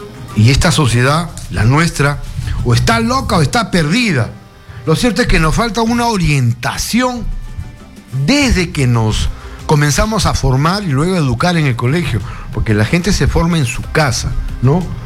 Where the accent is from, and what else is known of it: Peru